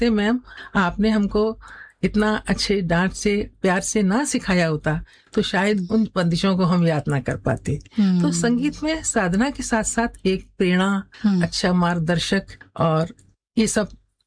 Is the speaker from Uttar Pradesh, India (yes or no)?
yes; Firozabad, Uttar Pradesh, India; born there; हाँ, 1973 से मैं संगीत से जुड़ी। मेरा जन्म 1961 में हुआ था फिरोजाबाद में।